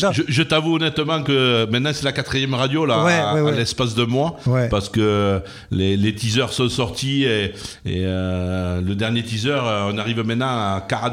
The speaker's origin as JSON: {"language": "French", "town": "Saint-Gaudens", "region": "Occitanie", "country": "France", "tie": "born or raised there", "said": "Alors moi je suis Comminges. Ouais. Je suis né à Saint-Gaudens. J'ai quasiment toujours vécu ici et voilà."}